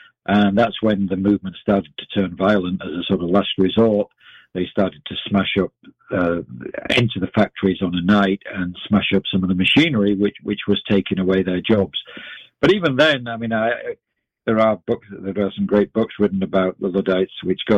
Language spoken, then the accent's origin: English; Leeds, Yorkshire and the Humber, United Kingdom; I grew up in Leeds in Northern England, where the Luddites did attack some factories, woolen factories rather than cotton factories.